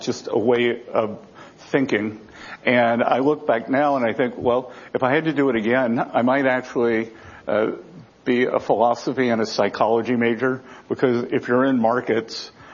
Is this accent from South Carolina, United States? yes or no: yes; South Carolina, United States; My home state of South Carolina has the most people moving in terms of percent